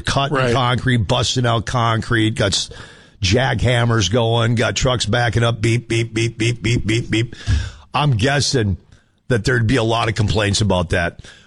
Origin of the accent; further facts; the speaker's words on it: Minnesota, United States; Man, my home state. What has happened?